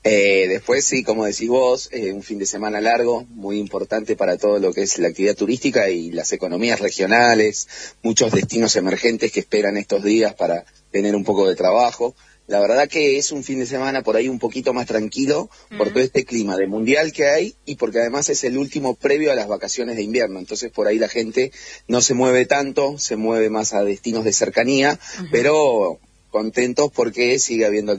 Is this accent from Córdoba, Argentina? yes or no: no; Bariloche, Río Negro, Argentina; born there; y yo soy nacido en Bariloche y cada vez que nieva también me sorprendo